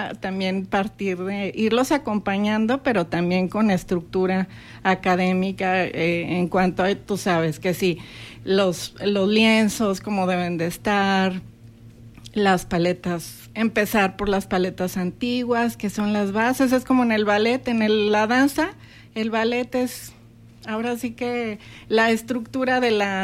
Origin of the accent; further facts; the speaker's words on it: Mexico City, Mexico; now in Torreón, Mexico; en estos años que yo llevo aquí, porque pues tú sabes que soy originaria de la Ciudad de México